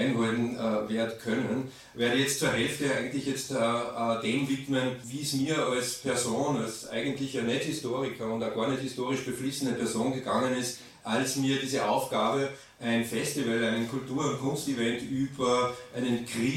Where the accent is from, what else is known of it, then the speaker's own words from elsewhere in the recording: Eigenschlägl, Upper Austria, Austria; Es ist allein in dem Raum Oberösterreich einfach schlichtweg so, dass dort, wo ich herkomme aus Eigenschlägel, Nebenerwerbsbauern sind